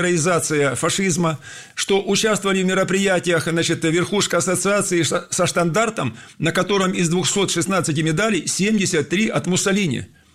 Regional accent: Lizinovka, Voronezh Oblast, Russia; Но есть уникальная жемчужина архитектуры в моем родном селе Лизиновка Рощанского района.

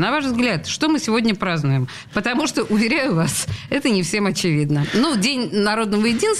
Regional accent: Saint Petersburg, Russia; Я как петербурженка

